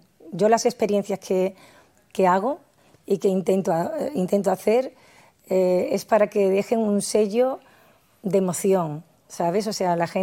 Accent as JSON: {"language": "Spanish", "region": "Andalusia", "country": "Spain"}